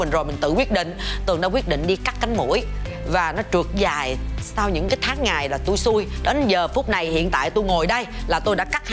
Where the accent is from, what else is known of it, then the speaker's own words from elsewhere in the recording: Vĩnh Long, Vietnam; moved away as an adult; Ngày xưa tôi 16 tuổi, tôi đã là hoa khôi của trường của tôi, một cái ngôi trường lớn nhất ở tỉnh Vĩnh Long rồi.